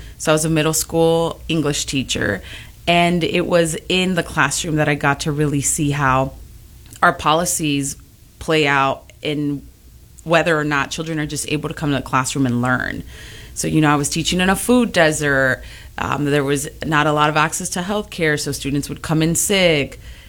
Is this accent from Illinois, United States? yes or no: yes; Chicago, Illinois, United States; I was born and raised in Back of the Yards, for those who are familiar with the area. So, you know, working class, heavily immigrant community